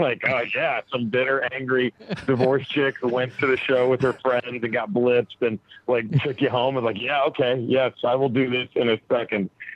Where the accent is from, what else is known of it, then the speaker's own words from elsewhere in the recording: Dallas, Texas, United States; now in Los Angeles, United States; Dallas, Texas is my hometown, but I live in LA now.